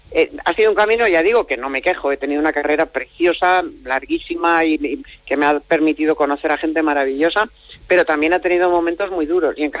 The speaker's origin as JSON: {"language": "Spanish", "country": "Spain", "said": "a mí me avergüenza como española"}